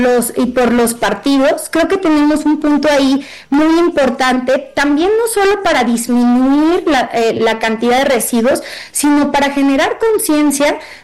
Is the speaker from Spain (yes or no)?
no; Mexico; a nosotros mismos como mexicanos